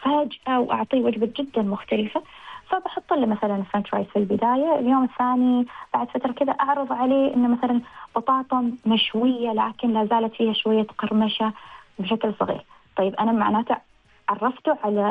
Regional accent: Oman; إحنا كعمانيين

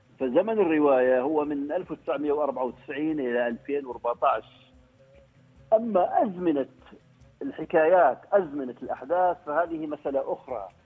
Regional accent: Oman; ولست كاتبا من أمريكا اللاتينية ولا من أوروبا، أنا كاتب من عمان، أنتمي إلى ثقافة معينة، أنتمي إلى لغة أيضا لديها محمولاتها

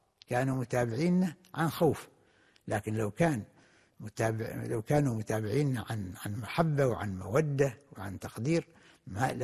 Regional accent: Oman; مثلا عندنا في عمان تجد الواحد أين يذهب، يعني البلد كلها متكاتفة وكلها متعاونة وكلها متعارفة،

